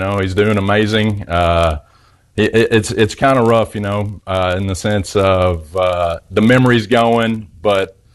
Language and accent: English; Murray, Kentucky, United States; born there; accent: Southern; I'm in Murray, Kentucky. Oh. Western Kentucky, close to Paducah.